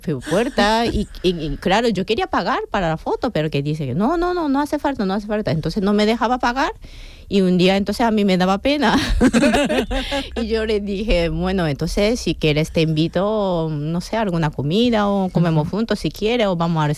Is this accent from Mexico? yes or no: no; Japan; Spanish is a second language; moved away as an adult; now in Spain; Pero nacionalidad japonesa